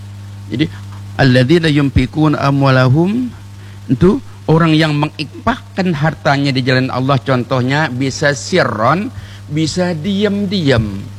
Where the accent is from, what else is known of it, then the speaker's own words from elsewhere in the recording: Bangka Belitung Islands, Indonesia; kami juga orang Bangka, masih jauh